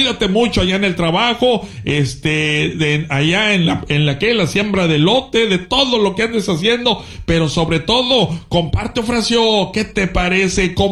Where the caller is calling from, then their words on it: Linares, Nuevo León, Mexico; Buenos días, un afectuoso saludo desde mi pueblito mágico Linares, Nuevo León.